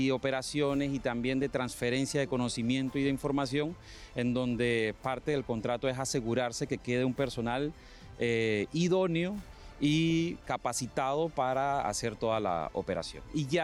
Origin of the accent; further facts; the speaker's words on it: Panama; yo como panameño